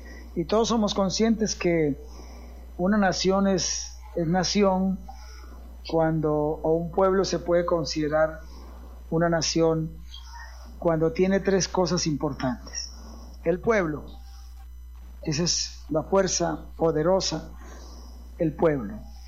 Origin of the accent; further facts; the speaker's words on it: Colombia; Somos el pueblo colombiano y hoy tenemos esa bendición de identificarnos, no nos sentimos avergonzados de ser colombianos.